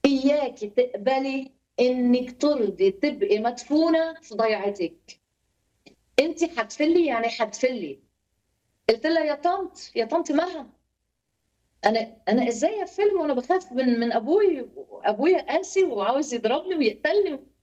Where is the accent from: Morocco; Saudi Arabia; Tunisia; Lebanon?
Lebanon; accent: Lebanese; كل كلمه لبنانيه تطلع مني تترجم مصري على طول في اسم يسوع. سو لهجتي منيحه بالمصري صح؟